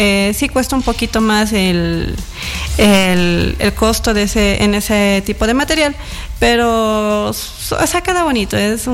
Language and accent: Spanish; Machachi, Pichincha, Ecuador; Yo soy oriunda de Machachi